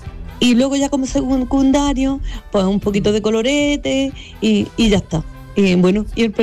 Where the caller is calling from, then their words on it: Granada, Andalusia, Spain; de Granada.